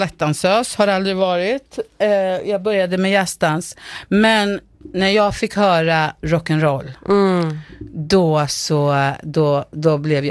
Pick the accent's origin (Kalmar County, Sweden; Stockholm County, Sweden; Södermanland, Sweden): Södermanland, Sweden; Vingåker; Alltså, jag är uppvuxen i utanför Vingåker, men jag gick ju i skolan i Vingåker.